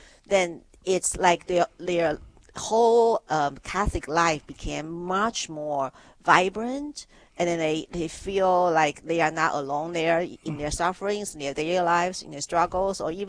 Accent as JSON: {"language": "English", "country": "Taiwan", "tie": "born or raised there", "said": "Well, I've never been to the China mainland because I was born and raised in Taiwan."}